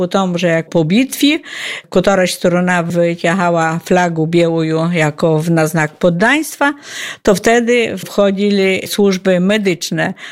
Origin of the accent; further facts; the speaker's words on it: Szerszenie, Podlaskie Voivodeship, Poland; now in Siemiatycze, Poland; Ja się urodziłam w Szerszeniach. To jest 7 kilometrów od Siemiatycz. Mieszkam teraz w Siemiatyczach